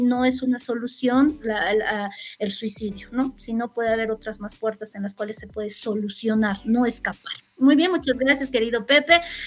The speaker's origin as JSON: {"language": "Spanish", "country": "Bolivia", "said": "como bolivianos, vamos a sobresalir."}